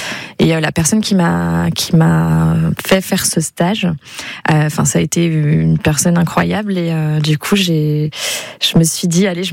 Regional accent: Grand Est, France; now in Dijon, France; je suis vosgienne, hein, je suis pas dijonnaise à la base. Je viens des Vosges.

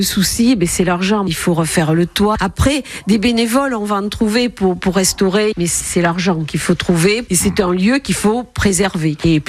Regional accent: Brassempouy, Nouvelle-Aquitaine, France; born there; now in Mugron, France; je suis à Mugron depuis 50 ans. Je suis née à Brassainpouille

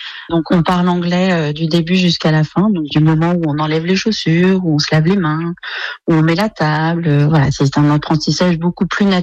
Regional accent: France; also born or lived in United States; now in Ardèche, France; Je suis française, mais mes études universitaires étaient autour de l'anglais. Je me suis spécialisée dans la recherche aussi sur l'apprentissage précoce des langues. Et puis j'ai vécu 2 ans aux États-Unis. Donc à mon retour en France

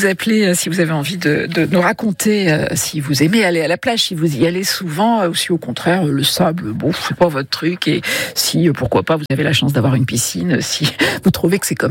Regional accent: Hauts-de-France, France; moi, je suis picarde

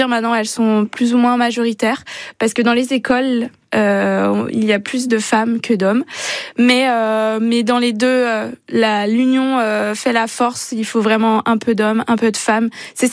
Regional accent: Auvergne-Rhône-Alpes, France; now in Clermont-Ferrand, France; Bah, en fait, pour vous dire, moi, je suis pas de Clermont. Je suis du Beaujolais.

